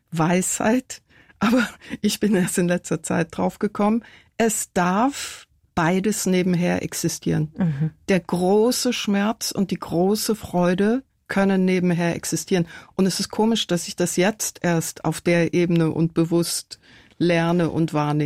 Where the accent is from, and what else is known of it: Tehran, Tehran Province, Iran; born or raised there; German is a second language; also born or lived in many countries